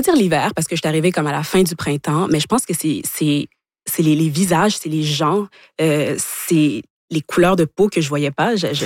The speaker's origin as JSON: {"language": "French", "town": "Montreal", "region": "Quebec", "country": "Canada", "tie": "born or raised there", "also_born_or_lived": "Kinshasa, Democratic Republic of the Congo", "said": "maintenant à 26 ans, je vis au Québec, je me considère comme étant québécoise, mais c'est pas tout. Je suis aussi congolaise, mais qu'est-ce qui me reste du Congo en fait, si ce n'est que ces 5 premières années de vie."}